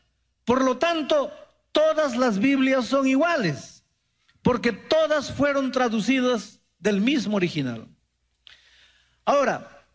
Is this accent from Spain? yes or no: no; Mexico; Pero resulta que los mexicanos no hablamos ni griego, ni hebreo, ni arameo.